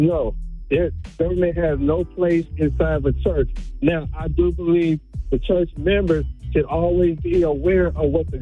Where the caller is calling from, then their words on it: Columbus, Ohio, United States; calling from Columbus, Ohio.